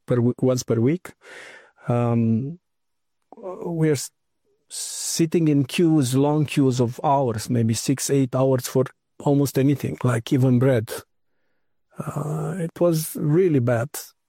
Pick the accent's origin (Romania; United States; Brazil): Romania; I was born in Romania, 1976. It was a communist country, one of the worst communist countries in the world. We didn't have heating and hot water for years.